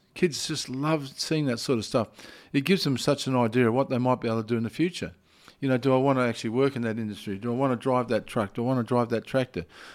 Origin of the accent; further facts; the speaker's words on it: Perth, Western Australia, Australia; I grew up in Western Australia, in Perth